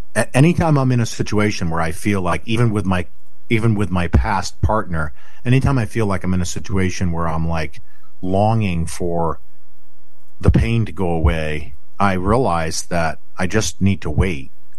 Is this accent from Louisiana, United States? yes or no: no; Lebanon, New Hampshire, United States; I remember growing up in Lebanon, that corner was just like death central